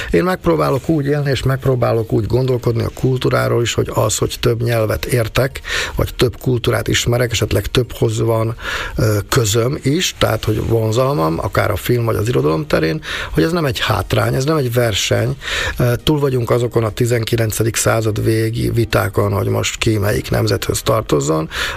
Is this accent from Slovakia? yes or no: yes; Kamenín, Nitra Region, Slovakia; also born or lived in Garam riverside / Gömör / Budapest / Cluj-Napoca; now in Bratislava, Slovakia; nekem van kéméndi identitásom úgy, hogy nem élek ott 30 éve. Van garamparti identitásom, van akár gömöri is, mert nagyon sokat jártam oda. És most már van pozsonyi is